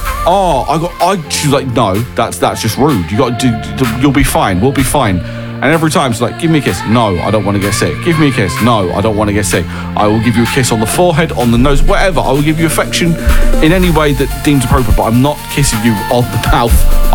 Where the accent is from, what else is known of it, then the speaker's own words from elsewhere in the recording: United Kingdom; we are British